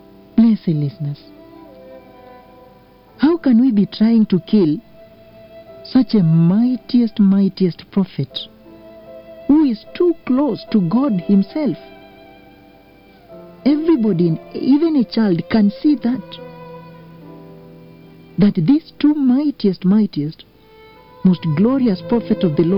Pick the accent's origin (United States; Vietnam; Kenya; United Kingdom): Kenya; How I repent, I really repent. … as a Kenyan.